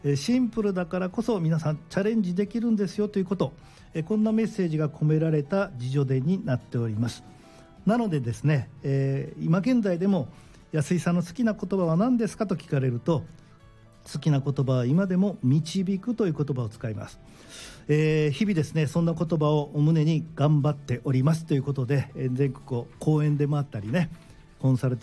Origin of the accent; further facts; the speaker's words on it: Tsu, Mie, Japan; also born or lived in Yokohama; now in Ota, Tokyo, Japan; 出身はですね私三重県の津市というところに生まれ育ちました。1961年ということで、今年今現在ですね64です。この7月になりますと65になります。